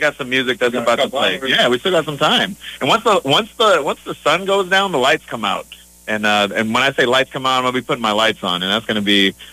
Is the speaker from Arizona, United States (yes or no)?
yes; Arizona, United States; moved away; Yeah, I'm from Arizona.